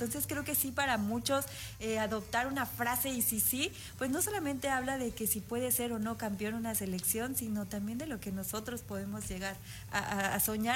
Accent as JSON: {"language": "Spanish", "country": "Mexico", "said": "nos hace sí sentir que somos mexicanos"}